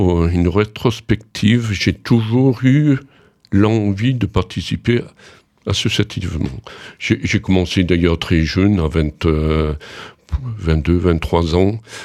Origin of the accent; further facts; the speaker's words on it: Colombier-le-Vieux, Auvergne-Rhône-Alpes, France; now in Romans-sur-Isère, France; Non, je suis de Colombier-le-Vieux, en Nord-Est